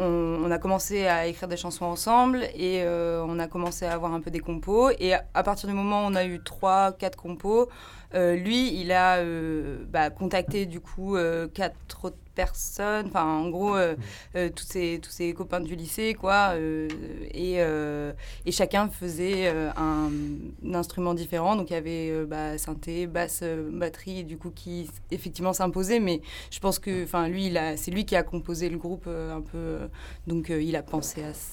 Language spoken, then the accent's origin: French; Grenoble, Auvergne-Rhône-Alpes, France; moved away as an adult; now in Marseille, France; je suis grenobloise et non pas marseillaise. Mais ça fait 10 ans que j'habite à Marseille